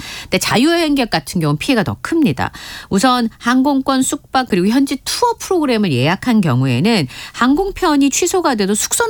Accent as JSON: {"language": "Korean", "region": "Busan", "country": "South Korea", "tie": "born or raised there", "moved": "yes", "said": "저는 친정이 부산이어서"}